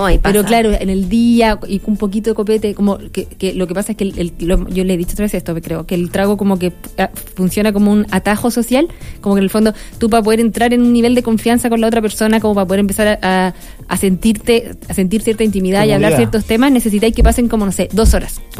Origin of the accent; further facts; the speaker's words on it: Chile; Y es como, ya, somos todos chilenos, estamos todos en esta situación.